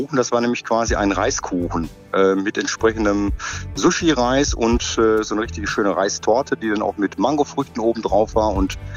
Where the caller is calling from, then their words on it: Selm, North Rhine-Westphalia, Germany; ich komme aus Selm